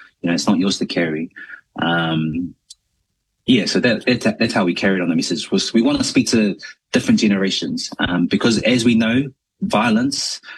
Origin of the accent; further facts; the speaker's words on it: Christchurch, Canterbury, New Zealand; also born or lived in Auckland; I am New Zealand born Samoan. I was born in Tamaki Makaurau, Okilangi, Auckland, South Auckland, Mangere to be exact, but raised down in the mighty home of the Crusaders, Christchurch, Ōtautahi.